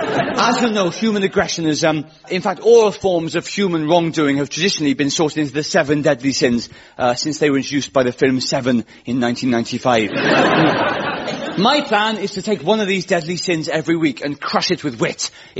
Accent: Wales, United Kingdom; accent: Welsh; I'm Welsh

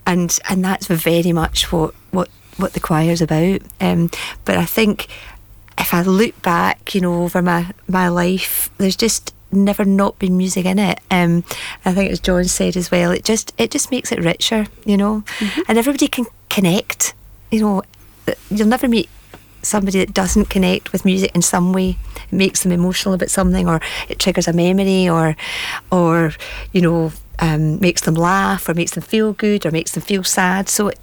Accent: Scotland, United Kingdom; my dad was a minister. So I grew up in the Church of Scotland

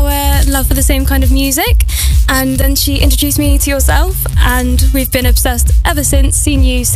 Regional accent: Poland; now in Devon, United Kingdom; I'm originally from Poland, but I live in the UK.

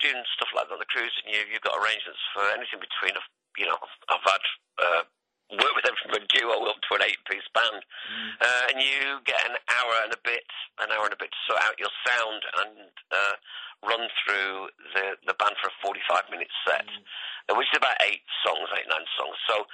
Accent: Blackpool, North West England, United Kingdom; moved away as an adult; also born or lived in Poulton-le-Fylde; Blackpool, lad. Yeah, Sandgrónan. Yeah, I was born in Poulton and lived in Blackpool up to being about 18

